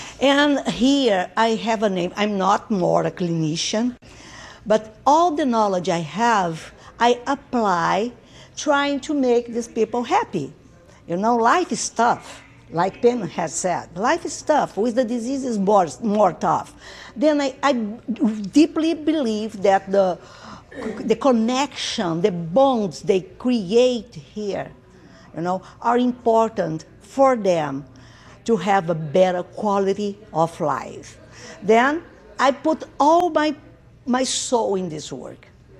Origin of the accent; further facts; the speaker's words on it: Brazil; English is a second language; moved away as an adult; I came from Brazil 4 years ago. And there, I was a psychologist. I worked there.